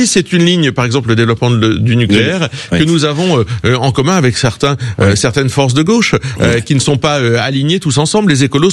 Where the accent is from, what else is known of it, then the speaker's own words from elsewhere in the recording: Hauts-de-France, France; born there; Je suis nordiste et picard de naissance.